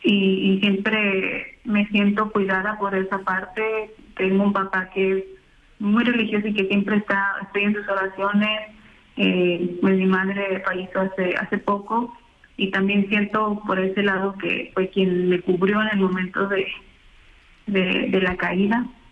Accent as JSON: {"language": "Spanish", "town": "Ciudad Acuña", "region": "Coahuila", "country": "Mexico", "tie": "born or raised there", "also_born_or_lived": "Monterrey, Nuevo León", "said": "yo sí soy originaria de Monterrey, pero yo vivo en Acuña, Coahuila. Toda mi vida he vivido en Acuña, Coahuila, que precisamente venía de Piedra Negra, Coahuila, aquí a Monterrey."}